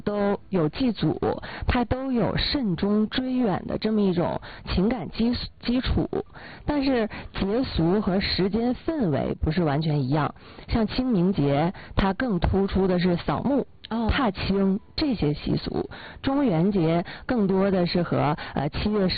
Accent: Jilin, China

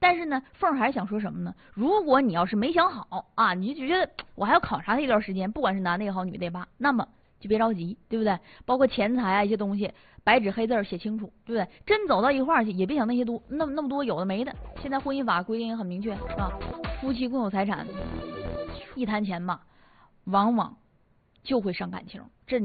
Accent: Northeast China, China

